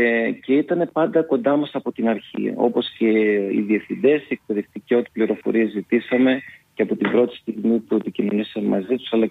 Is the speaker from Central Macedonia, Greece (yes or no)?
yes; Giannitsa, Central Macedonia, Greece; also born or lived in Hamburg, Germany / Thessaloniki; Η καταγωγή μου είναι από τα Γιάννητσά του Μωμοπέλης. Έχω γεννηθεί εκεί πέρα. Έχω ζήσει μέχρι 7 χρονών, οι γονείς μου ήταν μετανάστες στη Γερμανία. Έζησα μέχρι 7 χρονών στο Αμβούργο. Επιστρέψαμε, μετά σπούδασα στη Θεσσαλονίκη